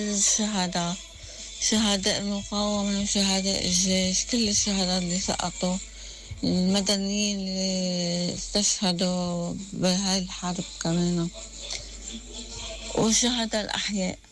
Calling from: Lebanon

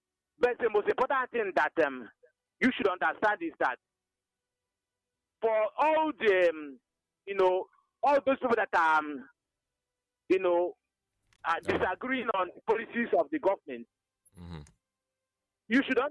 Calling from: Nkomoro, Ebonyi, Nigeria; I am reaching you from Nkomoro, which is located in Enyaba, Development Center of Ebonyi State.

